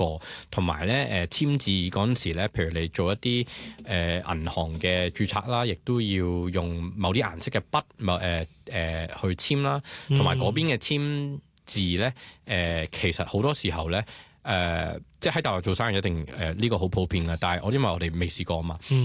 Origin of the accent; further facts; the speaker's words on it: Hong Kong; 我哋香港人啦，